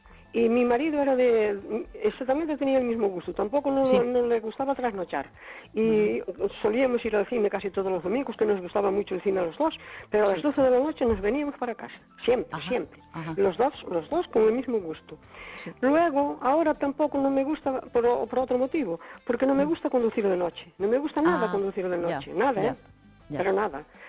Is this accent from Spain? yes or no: yes; Cespón, Galicia, Spain